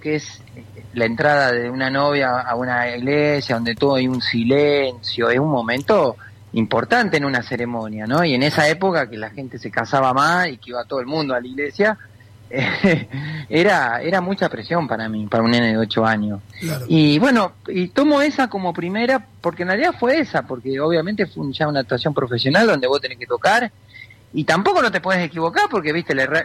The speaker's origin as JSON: {"language": "Spanish", "town": "Fuentes", "region": "Santa Fe", "country": "Argentina", "tie": "born or raised there", "said": "mi viejo tuvieron un comercio muy grande acá en Fuentes, en mi pueblo"}